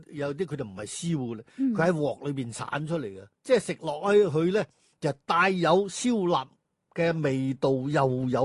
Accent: Guangdong, China; 其实肠粉咧就系我哋广东人咧比较喜欢食嘅一个早点嚟嘅

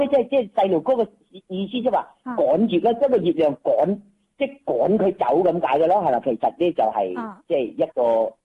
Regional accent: Yangchun, Guangdong, China; now in Shenzhen, China; 我家乡系阳江阳春人。

